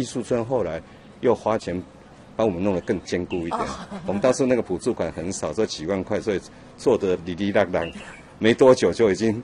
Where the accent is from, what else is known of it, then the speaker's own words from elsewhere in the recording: Taipei, Taiwan; 我们从小在这边出生，啊，我在这边住了60几年了，